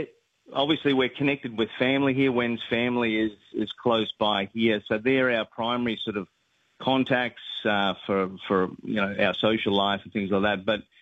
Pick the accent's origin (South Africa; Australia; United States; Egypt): Australia; I get that little feeling of truly being an Aussie and being surrounded by Australians around the place.